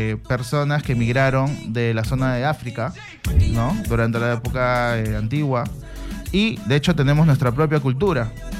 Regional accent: Peru; el chef peruano tiene esta garra que nos caracteriza a nosotros como país, como ciudadanos peruanos

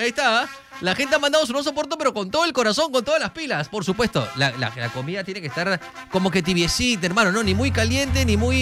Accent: Peru; Los peruanos somos trabajadores, somos recontra chamba

